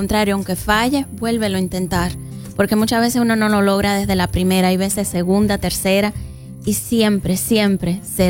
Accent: Placetas, Villa Clara, Cuba; born there; Yo nací en Placetas, pero me trasladé hacia Santa Clara

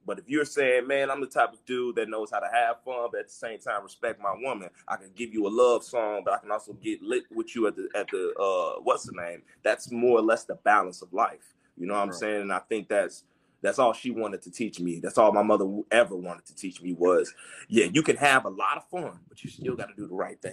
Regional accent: Chicago, Illinois, United States; I'm from Chicago, man. My mama from Eaglewood.

